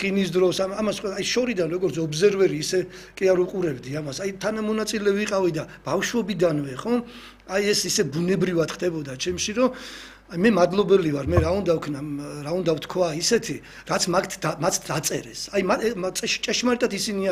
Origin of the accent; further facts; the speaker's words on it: Kutaisi, Imereti, Georgia; ის პიროვნებები ვის გარემოშიც ვიზრდებოდი ის ხო მარტო ლანდშაფტი და გეოგრაფია არ არის ხო ტი ლამაზია ბაგრატის ტაძარი სადაც დგას უქიმერიონი